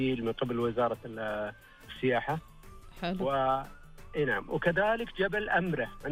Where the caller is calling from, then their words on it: Al-Qassim, Saudi Arabia; أنا أكلمك من منطقة القصيم، اللي هو غرب منطقة القصيم.